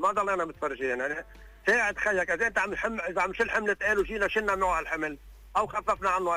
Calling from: South Lebanon, Lebanon; انا مواطن جنوبي عم بحكي، ما لي دخل بالحزب، اي ساعة برد ما بعرف، بس انا اللي بعرفه انه مواطن لبناني جنوبي

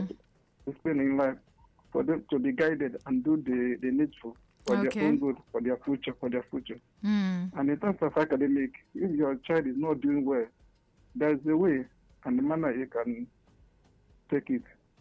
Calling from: Addis Ababa, Ethiopia; from Ababa.

